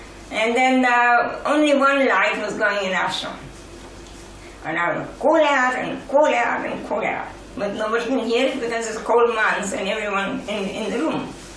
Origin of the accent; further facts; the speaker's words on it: New Zealand; we said, I come from New Zealand.